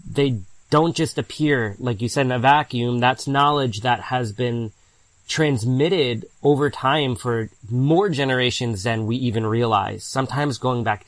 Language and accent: English; United States; moved away; I grew up in the United States, but I worked hard to record folklore for my grandparents and to learn their language